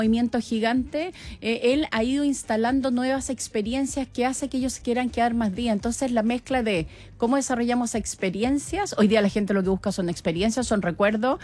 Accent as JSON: {"language": "Spanish", "country": "Chile"}